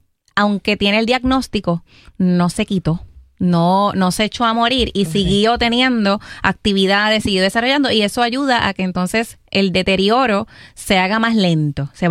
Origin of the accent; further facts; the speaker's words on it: Morovis, Puerto Rico; es una actividad de Morovis, de mi pueblo